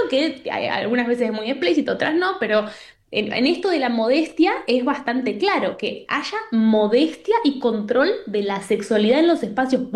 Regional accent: Argentina; moved away; Yo, creciendo en Argentina, no sé cómo será la situación hoy porque hace 3 años que no voy, pero yo nunca había visto una burka en vivo

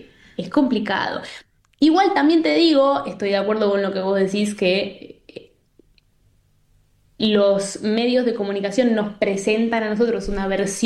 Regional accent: Argentina; moved away; Yo, creciendo en Argentina, no sé cómo será la situación hoy porque hace 3 años que no voy, pero yo nunca había visto una burka en vivo

